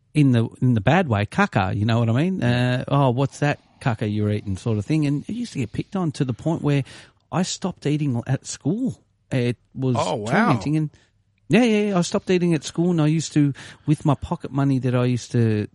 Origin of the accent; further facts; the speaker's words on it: Australia; born there; I was born in Australia. I was conceived in Italy, to be honest, on mum and dad's honeymoon. I was born in Australia.